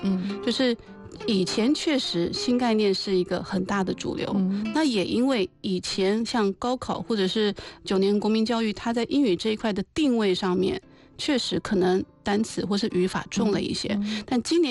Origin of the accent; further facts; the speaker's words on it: Hefei, Anhui, China; 像我们合肥不也有方言